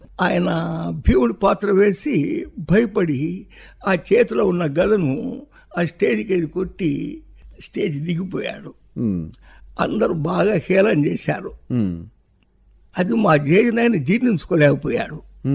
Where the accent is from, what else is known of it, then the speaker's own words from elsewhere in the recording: Kurnool district, Andhra Pradesh, India; మాది జంగముంట్ల. అక్కడ సంగీతానికి సాహిత్యానికి నిలవైన ఊరు. అక్కడ చాలామంది పండితులు, చక్కటి హార్మోనిస్టులు, కళాపోషకులు, నాటక పిపాసులు ఆ ఊర్లో ఎక్కువ ఉన్నారు.